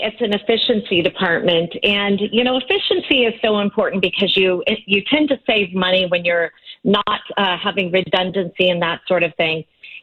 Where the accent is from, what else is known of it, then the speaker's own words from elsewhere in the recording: El Cajon, California, United States; also born or lived in Ramona, California; now in San Marcos, United States; I've lived in San Diego County nearly my whole life. I grew up in East County, Ramona and El Cajon. I'm a homegrown girl.